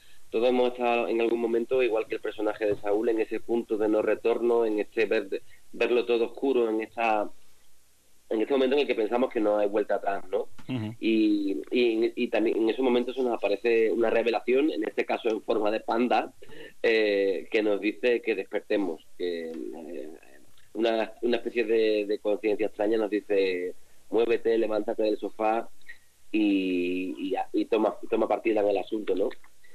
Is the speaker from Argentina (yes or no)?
no; Cádiz, Andalusia, Spain; Yo soy de Cádiz, o sea, y nunca he tenido problemas con la dicción, ¿eh?